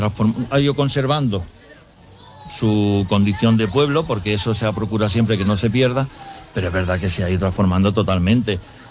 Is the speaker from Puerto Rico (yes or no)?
no; Spain